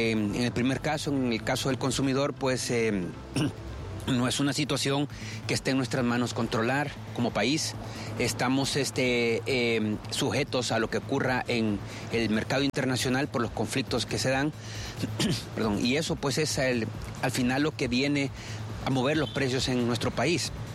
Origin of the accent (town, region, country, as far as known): Honduras